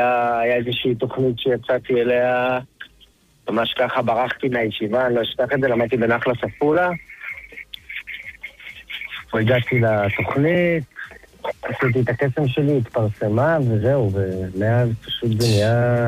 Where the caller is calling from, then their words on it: Bnei Brak, Tel Aviv District, Israel; אני מבני ברק